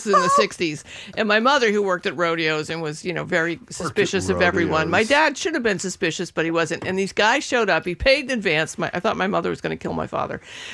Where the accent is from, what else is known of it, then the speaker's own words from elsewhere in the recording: Revere, Massachusetts, United States; But then I was reminded of growing up in Revere.